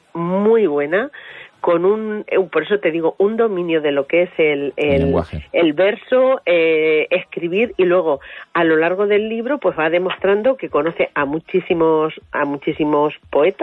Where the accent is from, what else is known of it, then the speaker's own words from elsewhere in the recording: Cenizate, Castilla-La Mancha, Spain; Un joven poeta que es de Cenizate, que es mi pueblo.